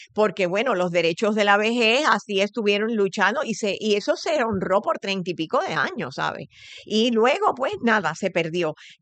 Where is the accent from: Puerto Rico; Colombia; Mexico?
Puerto Rico; Río Piedras; yo vengo de Río Piedras